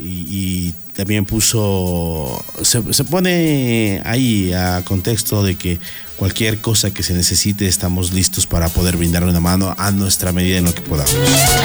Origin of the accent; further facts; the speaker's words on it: Ecuador; Así somos los ecuatorianos, así somos los latinoamericanos.